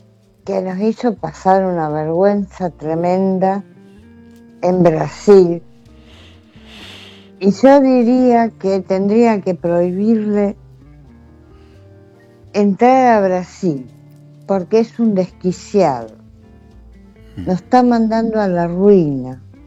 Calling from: Rosario, Santa Fe, Argentina; De Rosario.

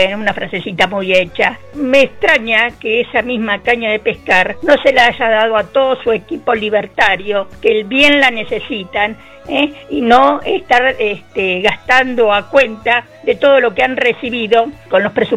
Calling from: Spain; te habla desde España.

